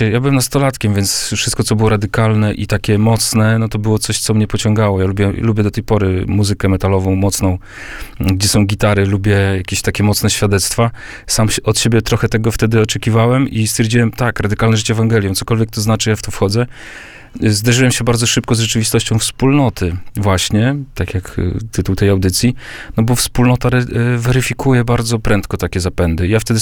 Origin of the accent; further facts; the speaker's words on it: Warmian-Masurian Voivodeship, Poland; moved away; ja pochodzę z Mazur, z niewielkiej wioski, z Terławki Wielkie.